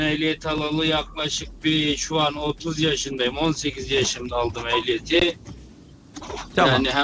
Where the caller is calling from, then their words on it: Berlin, Germany; Berlin'den.